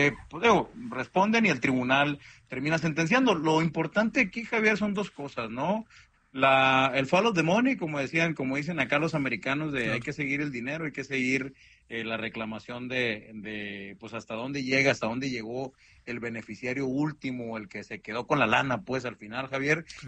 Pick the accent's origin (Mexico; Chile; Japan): Mexico; nosotros como mexicanos